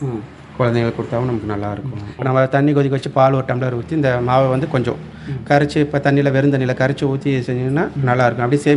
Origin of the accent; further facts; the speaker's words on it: Mathigonpalayam, Tamil Nadu, India; மதிகோன்பாளிங்க.